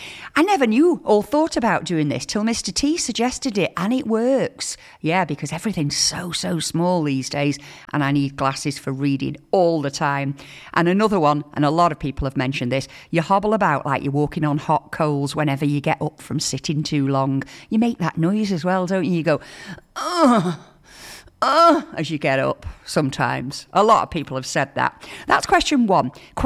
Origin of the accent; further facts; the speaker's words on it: Wigan, North West England, United Kingdom; and I am from Wigan, so we don't say schedule, we say schedule.